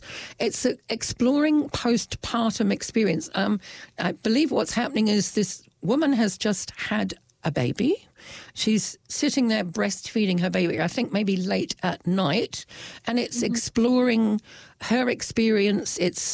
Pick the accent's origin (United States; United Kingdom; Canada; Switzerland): United Kingdom; England; now in New Zealand; And in fact, I come from England, so I'm still on a quest for belonging because I've got one foot in England and one foot in New Zealand because I've stayed in both places a lot.